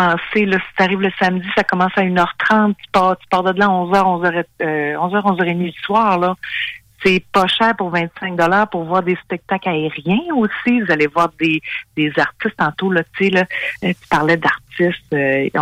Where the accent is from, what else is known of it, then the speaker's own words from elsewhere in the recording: Saguenay, Quebec, Canada; on vient du Saguenay